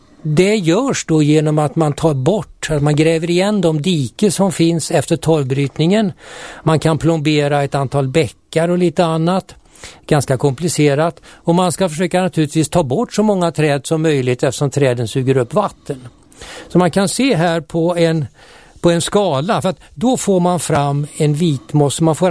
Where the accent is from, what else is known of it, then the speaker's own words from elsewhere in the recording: Älta, Stockholm County, Sweden; den ligger mig speciellt varmt om hjärtat eftersom jag kommer från Älta och är väldigt mycket ute i Älta Mosse.